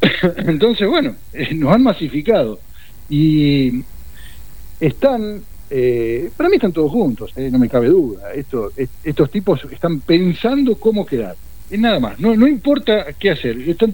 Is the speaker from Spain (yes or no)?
no; Argentina; Yo soy argentino.